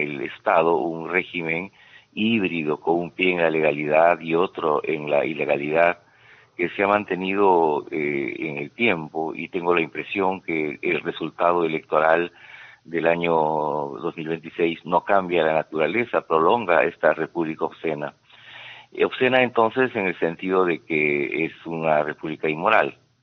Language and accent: Spanish; Huánuco, Peru; cómo nos ubicamos los huanuqueños en el contexto nacional